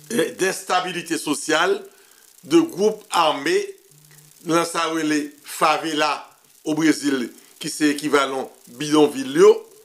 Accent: Haiti; puisque c'est ça qui concerne nous en tant qu'haïtien.

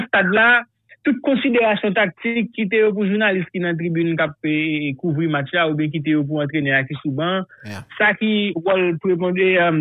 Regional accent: Haiti; donc nous même en tant que haïtien c'est pas un moment pour n'apprendre chire

